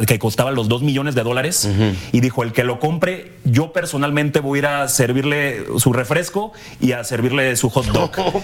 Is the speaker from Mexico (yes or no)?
yes; Mexico; soy el primer mexicano que sale en las redes sociales de FIFA